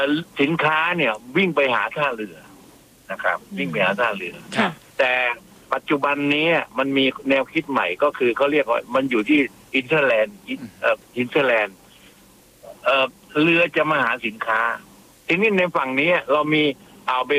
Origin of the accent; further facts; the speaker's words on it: Southern Thailand, Thailand; คือมันเป็นโอกาสของผมเป็นคนใต้แท้ๆเลยผมก็รักภาคใต้ผมก็เป็นกังวล